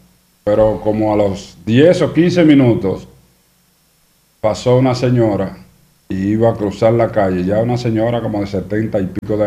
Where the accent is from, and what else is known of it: Dominican Republic